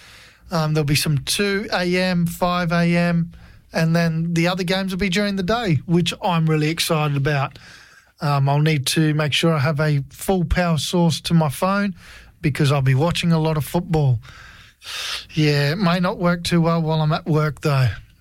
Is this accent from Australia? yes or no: yes; Queensland, Australia; I'm a Queenslander and I support Queensland.